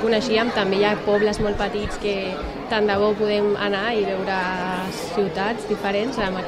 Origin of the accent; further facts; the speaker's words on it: Cubelles, Catalonia, Spain; això em va portar a representar el meu poble, evidentment, com ja vam dir també al discurs, és un orgull per tots nosaltres com a cubellencs